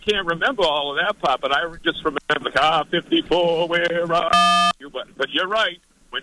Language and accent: English; Worcester, Massachusetts, United States; also born or lived in Holden, Massachusetts; now in Cape Cod, United States; I grew up in Worcester and also in Holden